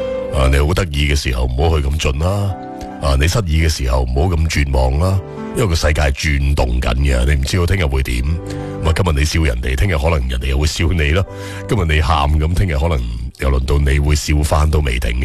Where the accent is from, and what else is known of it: Guangdong, China